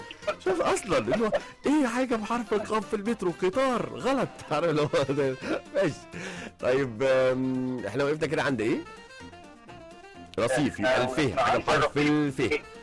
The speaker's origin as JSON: {"language": "Arabic", "country": "Egypt", "said": "بص احنا طبعا كمصريين عندنا بقى التفاصيل،"}